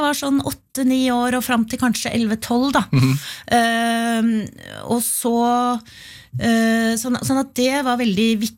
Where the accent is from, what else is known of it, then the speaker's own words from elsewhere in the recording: Oslo, Norway; jeg vokste opp I Oslo, men liksom utenfor sentrum.